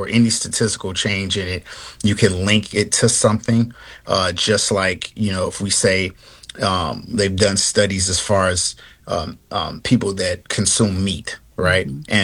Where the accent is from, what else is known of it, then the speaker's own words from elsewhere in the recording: Chicago, Illinois, United States; you know, I'm from Chicago